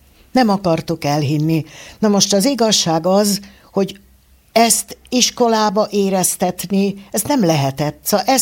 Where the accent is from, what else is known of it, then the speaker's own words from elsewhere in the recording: Hungary; Na de hát miért? Hát én magyar vagyok. Engem itt fölvettek az egyetemre. Én egyetemista vagyok.